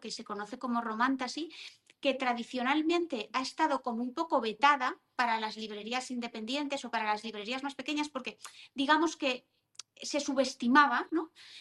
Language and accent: Spanish; Valencia, Valencian Community, Spain; now in Madrid, Spain; yo soy valenciana